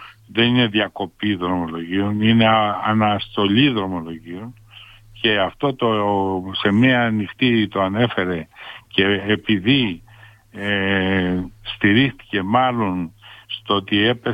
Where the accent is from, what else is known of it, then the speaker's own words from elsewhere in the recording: Kalavryta, Western Greece, Greece; και το οποίο χρησιμοποιήσαμε για πολλά χρόνια και εμείς εδώ που μεγαλώσαμε στα Καλάβρητα, σαν συγκοινωνιακό μέσο. Δεν είχαμε δρόμο.